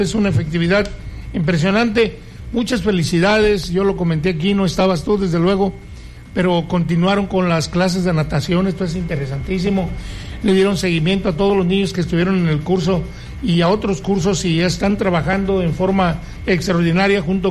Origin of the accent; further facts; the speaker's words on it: Mexico; somos mexicanos, de que nuestra patria es primero